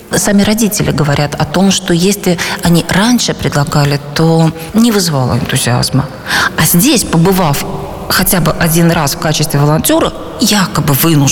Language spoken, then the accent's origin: Russian; Belarus; moved away; Мы принимали решение о эмиграции, осознавая, почему мы это делаем, да, что вот мы белорусы, мы не можем жить в своей стране, мы вынуждены эмигрировать.